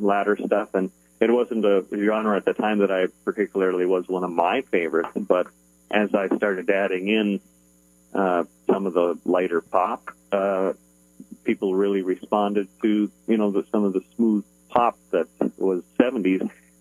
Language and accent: English; Canada; Due to the exclusive content or rare content, I'm originally from Canada, and a lot of that mus